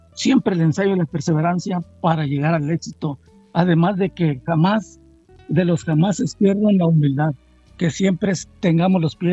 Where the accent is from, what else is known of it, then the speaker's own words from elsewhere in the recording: Ciudad Valles, San Luis Potosí, Mexico; Ciudad Valles, de donde yo soy, es un poquito más grande.